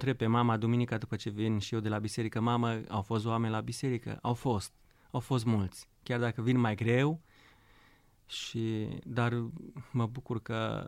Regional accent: Solomon, Sălaj County, Romania; now in Poiana Aiudului, Romania; prima dată teologia am învățat-o în satul meu natal, de la părinții mei, din satul Solomon, comuna Grâbou, județul Sălaj.

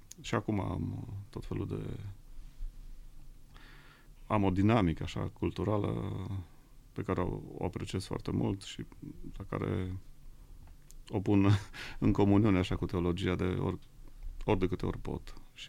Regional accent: Lupșa, Alba County, Romania; Eu, cum v-am spus, sunt din Lupșa.

